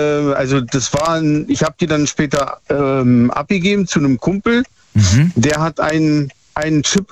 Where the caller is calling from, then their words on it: East Germany, Germany; ich komme aus der ehemaligen DDR